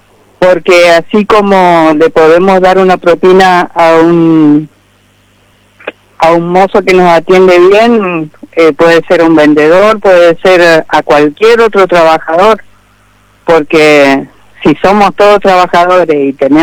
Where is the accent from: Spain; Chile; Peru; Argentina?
Argentina; Corrientes